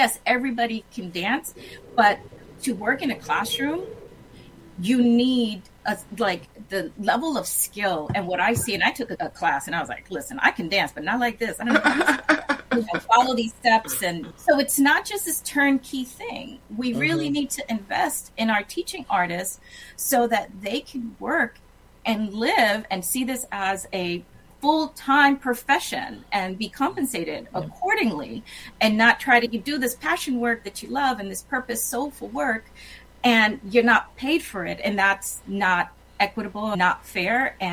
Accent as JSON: {"language": "English", "town": "Boston", "region": "Massachusetts", "country": "United States", "tie": "born or raised there", "said": "I grew up on San Juan Street in the heart of Boston proper in Back Bay."}